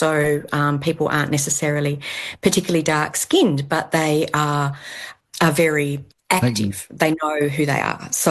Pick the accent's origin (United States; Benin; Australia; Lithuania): Australia; Tasmania; I was raised in Tasmania